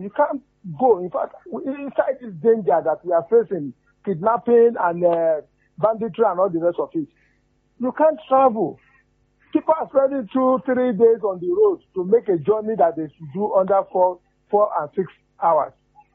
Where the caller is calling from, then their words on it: Olugbo, Nigeria; I'm calling you from Olugbo.